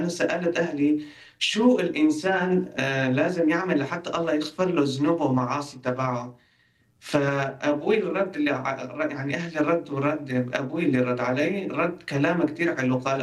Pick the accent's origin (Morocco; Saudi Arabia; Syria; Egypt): Syria; Afrin, Aleppo Governorate; first language Kurdish; Arabic is a second language; اجوا مهاجرين من مدينة حلب على مدينتنا عفرين